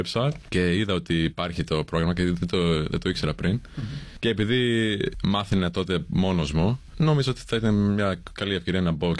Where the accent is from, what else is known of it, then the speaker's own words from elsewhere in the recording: Melbourne, Victoria, Australia; Greek is a second language; also born or lived in Sydney; Στο Σίδνη, αλλά πήγαμε κατευθείαν στη Μελβούρνη μετά. Εκεί μεγάλωσα.